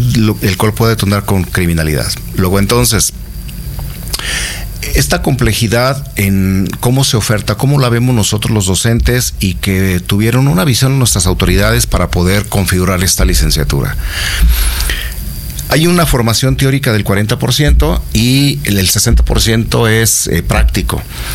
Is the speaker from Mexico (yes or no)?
yes; Mexico; moved away as an adult; now in Ecuador; soy mexicano, soy de formación híbrida también, criminólogo criminalista, y pues tengo ya aquí en Ecuador justamente compartiendo estos conocimientos ya algunos meses